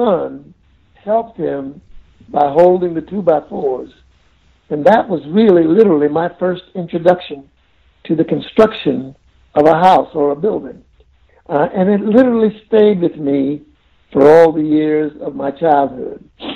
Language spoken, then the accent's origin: English; South Carolina, United States; born there; First of all, I was born in Charleston County, South Carolina